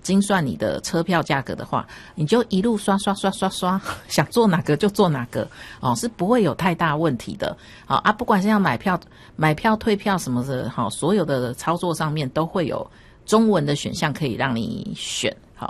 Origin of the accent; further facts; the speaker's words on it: Taiwan; 那像我们台湾这边有全支付，